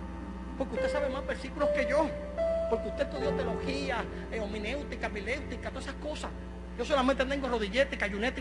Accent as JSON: {"language": "Spanish", "town": "Carolina", "country": "Puerto Rico", "said": "Yo soy de Parque Ecuestre. Yo soy de Carolina."}